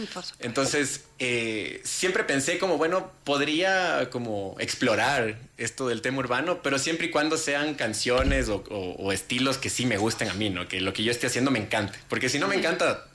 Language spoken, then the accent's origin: Spanish; Ecuador; Siendo ecuatoriano, ¿cómo así en inglés?